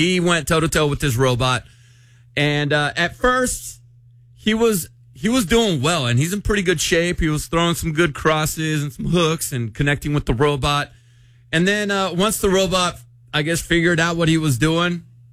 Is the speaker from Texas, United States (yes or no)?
no; San Diego, California, United States; moved away; And when I first moved out here, I was summoned to go to, because I grew up in San Diego. In California, I got summoned to go to court for jury duty, but I was already living here